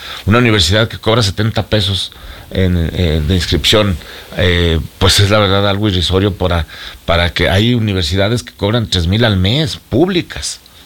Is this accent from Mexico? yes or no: yes; Zacatecas, Mexico; born there; Y tú sabes, los que somos zacatecanos de nacimiento, Pancho, nuestras uh-huh. familias numerosas